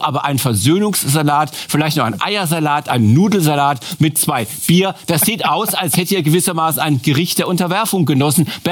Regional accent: Germany; ich fühle mich ja so ein Zitat erstmal veralbert als Deutscher und Staatszahler.

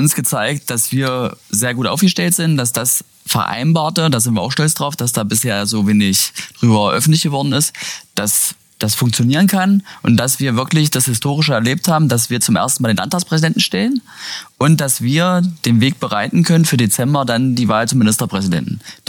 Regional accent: Saxony-Anhalt, Germany; bei uns in Sachsen-Anhalt. Ich komme aus dem Salzlandkreis.

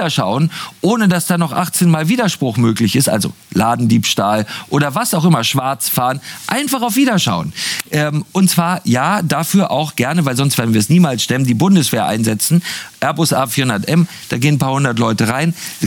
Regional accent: Germany; wenn ich als Deutscher aus London wiederkomme

